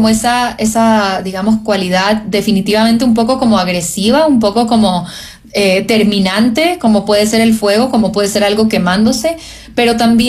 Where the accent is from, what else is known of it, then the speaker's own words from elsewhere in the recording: Ecuador; moved away; ¿y de dónde eres tú? Y yo, de Ecuador.